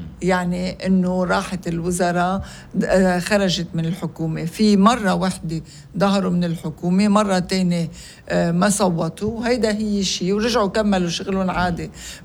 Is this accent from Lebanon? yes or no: yes; Lebanon; نحنا كلنا كلبنانيين بدنا نعيش مع بعض